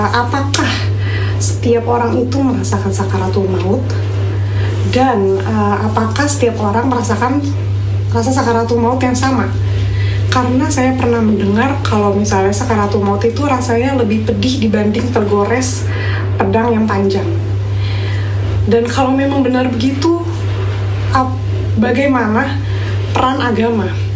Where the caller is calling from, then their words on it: South Tangerang, Banten, Indonesia; Saya berasal dari Tangerang Selatan